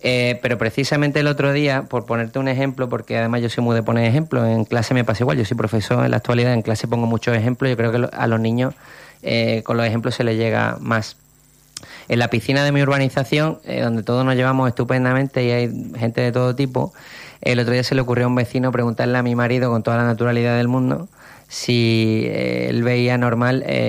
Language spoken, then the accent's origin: Spanish; Málaga, Andalusia, Spain; soy de Málaga, me gusta Madrid en Semana Santa y me voy a Algarve en verano